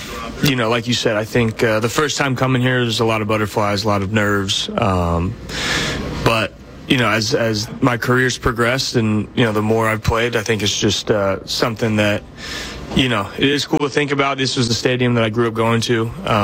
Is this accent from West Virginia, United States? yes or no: no; San Diego, California, United States; I had a great childhood here.